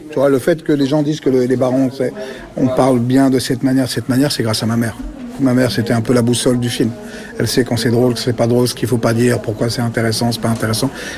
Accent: Molenbeek-Saint-Jean, Brussels-Capital Region, Belgium; parler de Molenbeek. Pour moi, parce que c'est là d'où je viens, c'est la commune qui m'a inspiré

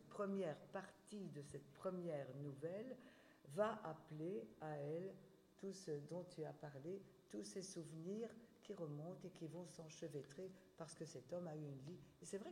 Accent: Wallonia, Belgium; Puisque je suis du Borinage, donc toujours, je suis née là, j'y habite depuis, vous aussi, depuis mon enfance, depuis ma naissance.

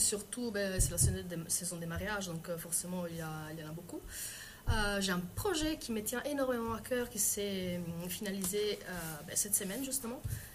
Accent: France; accent: French; Et en plus, comme j'ai un accent français, qu'ils comprennent mieux aussi l'essence des paroles

